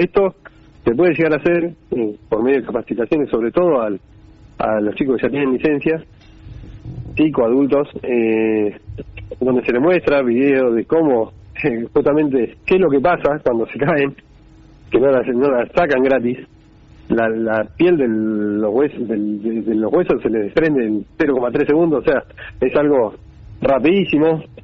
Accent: Argentina; como argentinos y como latinoamericanos

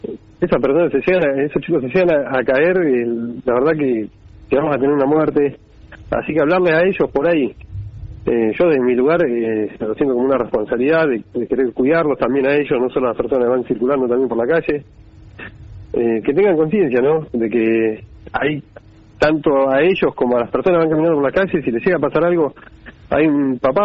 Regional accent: Argentina; como argentinos y como latinoamericanos

